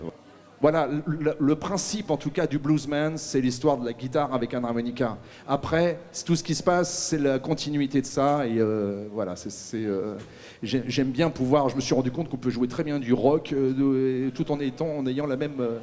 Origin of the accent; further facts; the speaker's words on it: Paris, Île-de-France, France; moved away as an adult; also born or lived in Nantes; Moi, c'est le chemin que j'ai parcouru quand j'ai quitté Paris. J'ai quand même vécu très très longtemps à Paris